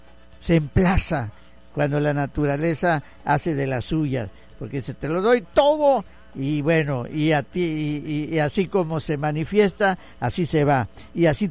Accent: Ciudad del Carmen, Campeche, Mexico; Somos los mexicanos, somos los carmelitas

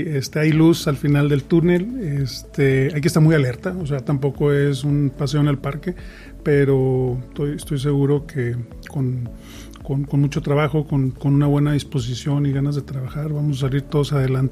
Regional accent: Mexico; Yo soy fan de nuestro país

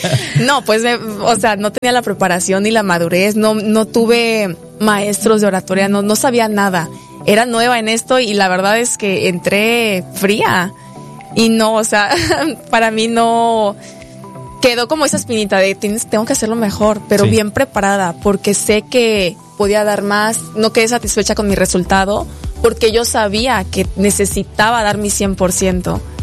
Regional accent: Chiapas, Mexico; al final todos somos paisanos, somos chiapanecos

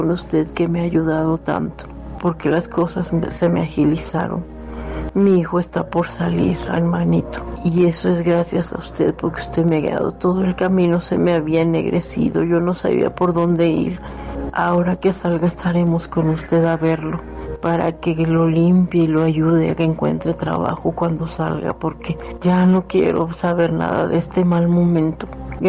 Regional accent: Mexico City, Mexico; Mi hijo cayó en el reclusorio, nosotros somos de aquí de la Ciudad de México y ya no tenía yo medios

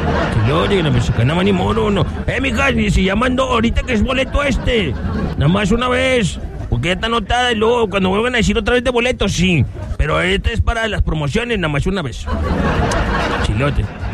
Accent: Zacatecas, Mexico; Yo soy de Zacatecas. Chilete.

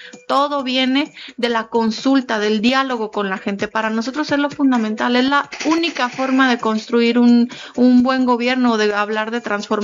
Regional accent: Mexico; nos caracteriza como mexicanos

